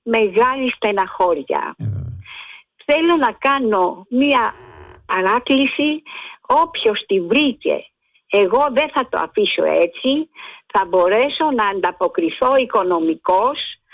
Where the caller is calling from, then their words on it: Nea Filadelfeia, Attica, Greece; από τη Νέα Φιλαδέλφια.